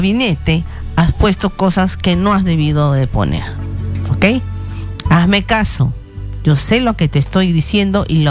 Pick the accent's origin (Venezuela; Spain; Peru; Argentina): Peru; soy peruana.